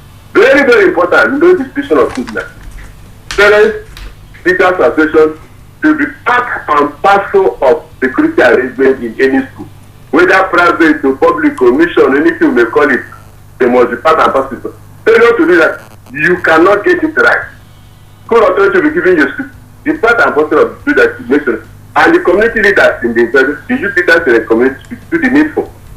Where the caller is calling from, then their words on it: Owo, Ondo, Nigeria; I'm calling from Owo Blue Education Center. That is the security place in Nigeria.